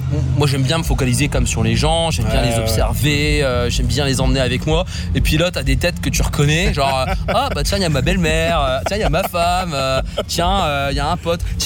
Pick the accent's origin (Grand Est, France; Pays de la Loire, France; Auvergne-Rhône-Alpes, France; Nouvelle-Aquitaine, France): Grand Est, France; Coupéville; now in Les Grandes Loges, France; je suis pas originaire des Grandes Loges, je suis originaire d'un village encore plus petit de la Marne qui s'appelle Coupéville.